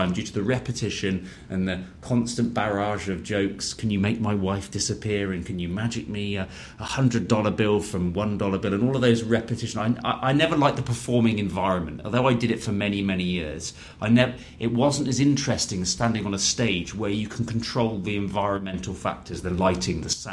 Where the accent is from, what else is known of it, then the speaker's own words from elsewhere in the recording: United Kingdom; it's like certainly in the UK, it's where I'm from. You can tell by my Kentucky accent.